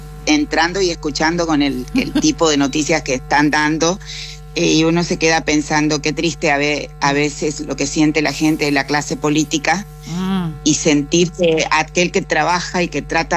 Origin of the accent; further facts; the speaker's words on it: Chaco, Argentina; also born or lived in Formosa; yo que soy criada, prácticamente yo soy de Chaco por todo lo que he pasado en la vida